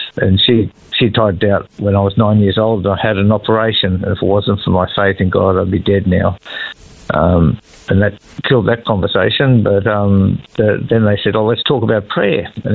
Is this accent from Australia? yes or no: yes; Ballarat, Victoria, Australia; moved away as an adult; also born or lived in Benalla / Northern Territory / Queensland; now in Alice Springs, Australia; Was born and raised on Wathaurong land, which is in Ballarat in Victoria. So, was there for the first 21 years of my life, and then a couple of years in Benalla, and then about 40 years in the Territory. It's going to make me sound really old now. And there was about 10 years in Queensland